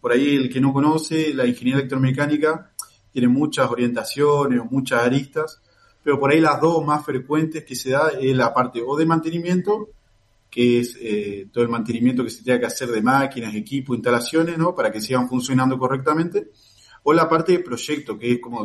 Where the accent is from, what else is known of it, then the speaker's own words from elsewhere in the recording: Paraná, Entre Ríos, Argentina; moved away as an adult; now in Crespo, Argentina; yo soy oriundo de Paraná, pero las vueltas de la vida, yo nací en Crespo por una condición de que mi vieja tenía el médico que la atendía acá en Crespo. Entonces yo nací en Crespo, pero enseguida me fui a Paraná, ¿no? Yo no conocía a Crespo y las vueltas de la vida salió una oportunidad laboral y bueno, volví a estos lados